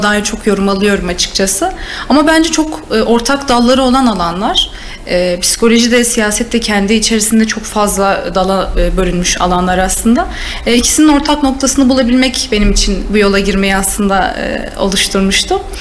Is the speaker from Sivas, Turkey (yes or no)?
yes; Sivas, Turkey; now in Kayseri, Turkey; Aslen Sivaslıyım. Kayseri'de yaklaşık 5 yıldır ikamet ediyorum. Liseye kadar öğrenimi Sivas'ta tamamladım.